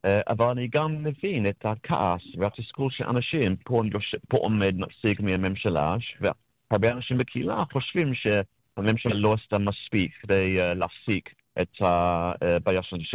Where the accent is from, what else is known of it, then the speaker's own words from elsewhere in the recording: United Kingdom; אני בריטי, אולי אני צריך לתקן את עצמי ולד המון.